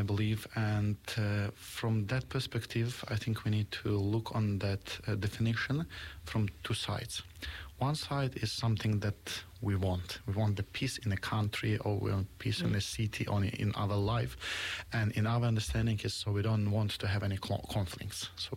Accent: Ukraine; English is a second language; now in Australia; I learned English back in Ukraine when I was in the school. I started from the very beginning, and then during university studies and seminary studies, we have English, so that wasn't something new for me. So when I came to Australia

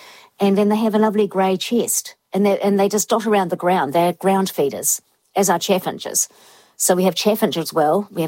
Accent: Invercargill, Southland, New Zealand; I remember growing up in Invercargill

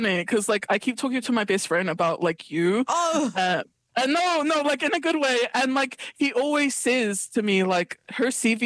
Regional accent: South Auckland, Auckland, New Zealand; So as I've already said, I'm from South Auckland, which is very deep and rich in culture.

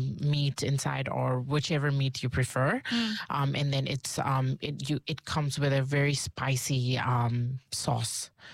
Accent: Nepal; now in New Zealand

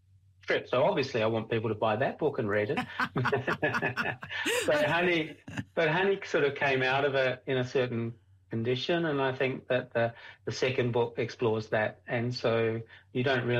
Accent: Adelaide, South Australia, Australia; moved away as an adult; now in New Zealand; I come from Adelaide originally, although I've spent more of my adult life in New Zealand

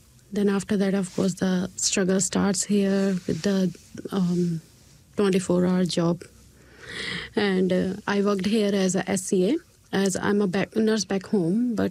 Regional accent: Hoshiarpur, Punjab, India; moved away as an adult; now in New Zealand; in Punjab, I'm from Hoshiarpur

